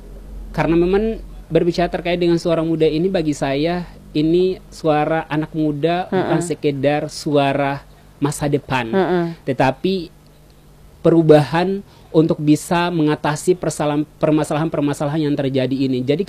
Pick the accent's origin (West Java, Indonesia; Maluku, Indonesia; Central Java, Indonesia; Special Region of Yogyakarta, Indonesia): Maluku, Indonesia; moved away as an adult; kampung saya, Kampung Ambalo, yang kemudian kampung dikenal sebagai kampung atau pulau sendiri